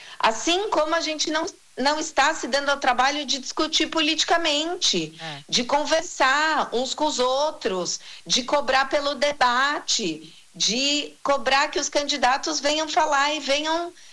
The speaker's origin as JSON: {"language": "Portuguese", "region": "São Paulo", "country": "Brazil", "said": "assim como nós, paulistanos, vivemos todo aquele frisson"}